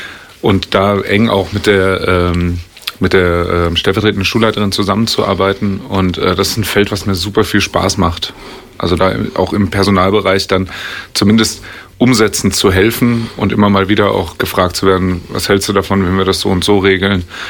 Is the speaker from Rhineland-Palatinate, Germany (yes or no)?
yes; Mainz, Rhineland-Palatinate, Germany; Also als Kind auf dem Lerchenberg aufzuwachsen, das war schon ein bisschen besonders, weil der Lerchenberg ist ja irgendwie Ende der 60er Jahre, Anfang der 70er Jahre gegründet worden und dann sind alle dahin gezogen.